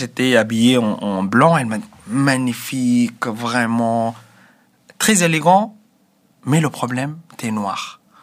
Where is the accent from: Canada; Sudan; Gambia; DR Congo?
Sudan; now in France; Parce que quand je suis parti du Soudan, j'ai cherché deux choses. La liberté et la dignité.